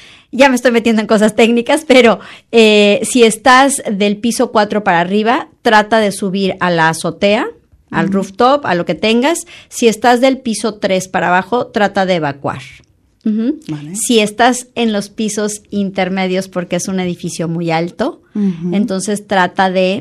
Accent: Mexico; moved away as an adult; now in Barcelona, Spain; soy una mujer mexicana que tiene más de 7 años viviendo en Barcelona.

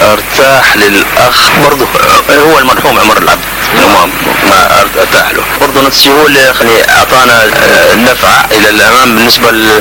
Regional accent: Ghayl Ba Wazir, Hadhramaut, Yemen; born there; من مواليد 1947، مواليد غيل بوزير،

